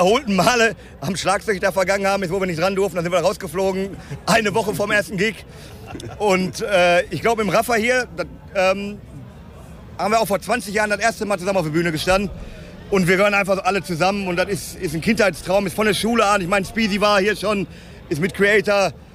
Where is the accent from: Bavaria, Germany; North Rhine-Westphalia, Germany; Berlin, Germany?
North Rhine-Westphalia, Germany; Gelsenkirchen; wir kommen hier aus Gelsenkirchen und waren heute hier der Opener, die Lokalmatadore sozusagen